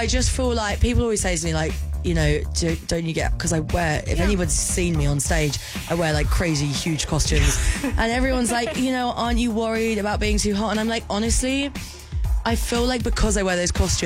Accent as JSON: {"language": "English", "region": "South East England", "country": "United Kingdom", "tie": "born or raised there", "accent": "British", "said": "I grew up just south of London."}